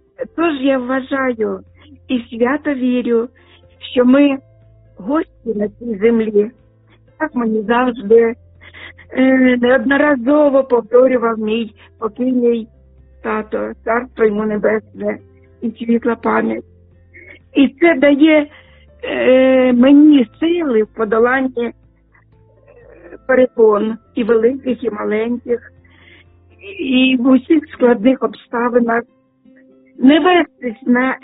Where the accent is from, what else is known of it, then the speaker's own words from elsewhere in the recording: Sumy, Sumy Oblast, Ukraine; moved away; передаю вітання на мою рідну Україну, у моє рідне місто Суми, у мою рідну церкву Різдва.